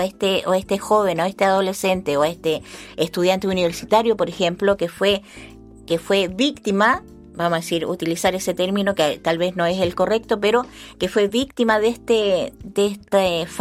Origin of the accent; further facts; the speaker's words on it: Ñuble, Chile; now in Chillán, Chile; toma agua de Los Yeuques, por ejemplo, de donde yo soy, y el agua es totalmente diferente a la que uno puede tomar acá en Chillán.